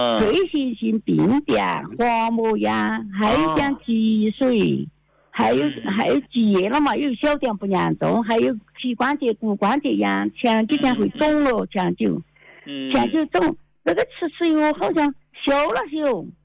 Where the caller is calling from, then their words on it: Kunming, Yunnan, China; 我是昆明的一个81岁的老太太